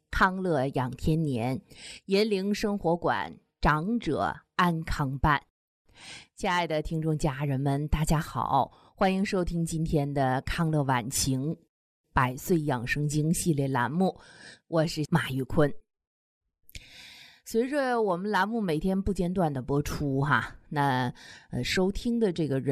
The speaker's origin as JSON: {"language": "Chinese", "country": "China"}